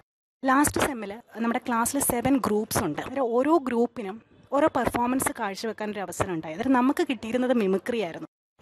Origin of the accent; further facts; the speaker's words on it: Kottarakkara, Kerala, India; കൊട്ടാരക്കരയിൽ നിന്ന് വരുന്നു.